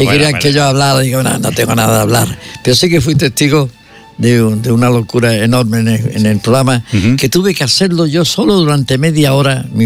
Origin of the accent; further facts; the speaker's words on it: Granada, Andalusia, Spain; Bueno, es que también vuelvo a mi tierra, porque claro, yo soy andaluz.